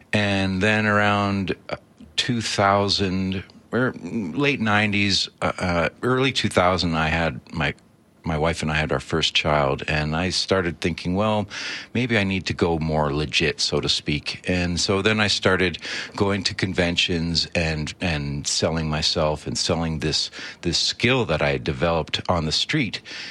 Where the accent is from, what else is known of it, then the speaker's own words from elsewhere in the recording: Ottawa, Ontario, Canada; now in Alberta, Canada; Well, I grew up in Ottawa